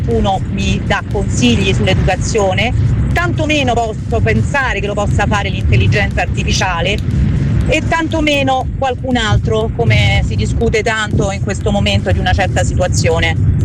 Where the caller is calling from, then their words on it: Rome, Lazio, Italy